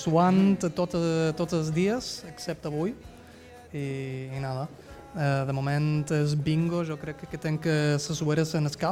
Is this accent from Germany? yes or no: yes; Hamburg, Germany; born there; Catalan is a second language; Jo d'Alemanya, vaig néixer a Hamburgo.